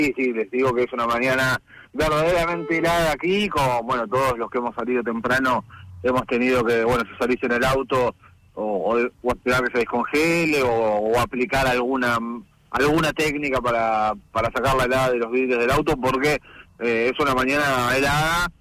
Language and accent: Spanish; Argentina; uno como argentino no puede querer que ganen los ingleses jamás.